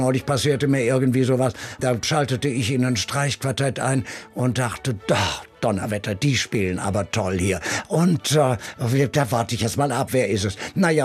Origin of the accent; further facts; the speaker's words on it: Rhineland, Germany; also born or lived in Cologne; als Rheinländer wächst man einfach mit einer gewissen Leichtigkeit des Seins auf. Das gehört sozusagen dazu. Und ich komme zwar nicht aus Köln und so weiter, aber meine ureigentliche Prägung hat dann doch in Köln ihren Lauf genommen, als ich mit 18 nach dem Abitur dorthin gegangen